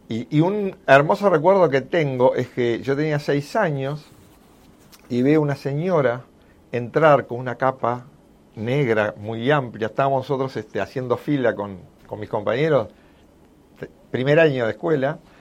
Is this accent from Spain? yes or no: no; Montevideo, Uruguay; Allí en General Flores, cerca de General Flores y Corrales. Uh-huh. Y ahí me crié.